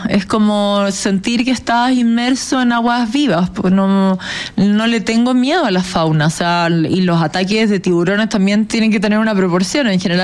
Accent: Santiago, Santiago Metropolitan Region, Chile; soy santiaguina, entonces creo que el ir al mar o tener una piscina siempre ha sido como un privilegio

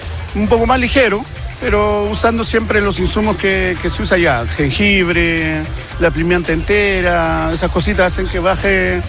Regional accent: Peru; now in Curicó, Chile; No, soy peruano. Vivimos harto tiempo acá en Curicó.

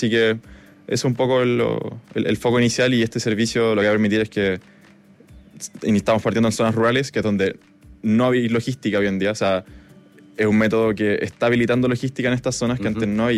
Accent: Concepción, Biobío, Chile; now in Santiago, Chile; Yo soy de Concepción originalmente

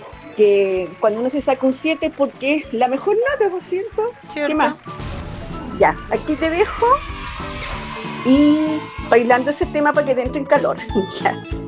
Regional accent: Puerto Montt, Los Lagos, Chile; Soy de Puerto Montt y estoy acostumbrada, así que viene abrigadita nomás y aquí recién llegando a casita, escuchándote.

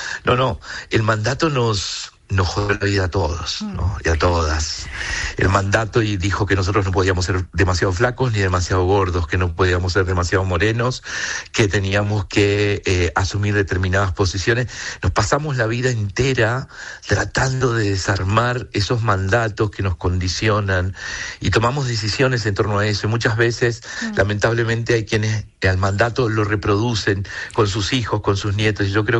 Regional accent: La Unión, Los Ríos, Chile; born there; en Valdivia, que es a 80 kilómetros de donde yo nací, en La Unión, porque ahí van a estar todos mis tíos y todos mis primos y los vecinos del barrio

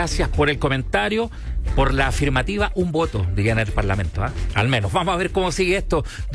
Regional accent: Chile; lo que más ha definido nuestra identidad como chilenos

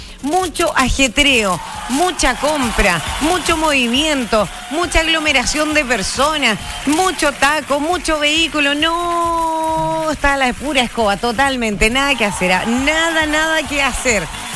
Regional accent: Chile; Somos los chilenos coloquiales, somos los chilenos personas que hemos tenido idiomas distintos.

